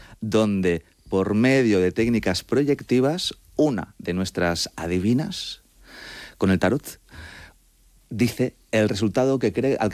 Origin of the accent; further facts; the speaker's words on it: Madrid, Community of Madrid, Spain; La verdad es que yo estoy un poco dividido, porque fíjate, mis padres son argentinos, yo soy madrileño.